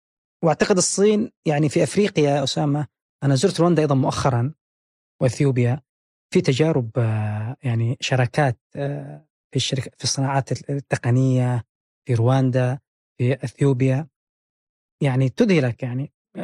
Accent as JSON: {"language": "Arabic", "country": "Yemen", "moved": "yes", "lives_now": "China"}